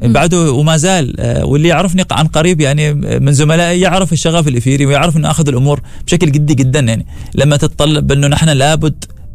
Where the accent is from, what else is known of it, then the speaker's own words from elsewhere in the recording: Oman; فهذا نجاحنا كلنا، ولنا الفخر نحن كعمانيين، ولنا الفخر كعرب